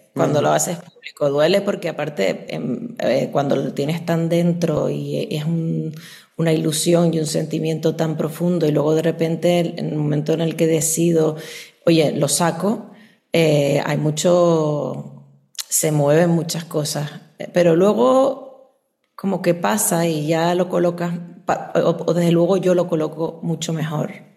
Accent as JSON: {"language": "Spanish", "region": "Canary Islands", "country": "Spain", "said": "yo soy de las Islas Canarias, y entonces mis ancestras, pues los ancestros de las Islas Canarias, en Tenerife en concreto, momificaban."}